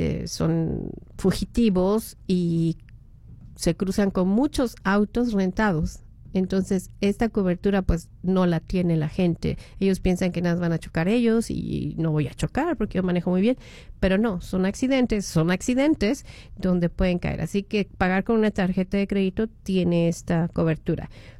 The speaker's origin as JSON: {"language": "Spanish", "country": "Mexico", "said": "Él es ecuatoriano, yo soy mexicana y hoy juega mi México y su país"}